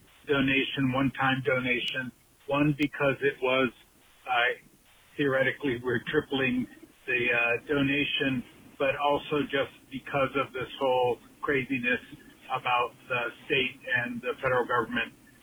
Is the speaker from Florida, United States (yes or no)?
yes; North Miami Beach, Florida, United States; I am already, I'm from North Miami Beach.